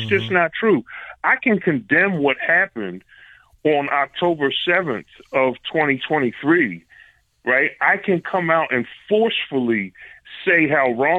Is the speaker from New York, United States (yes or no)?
no; Philadelphia, Pennsylvania, United States; I'm from Philadelphia, so I'm from a different part of the state.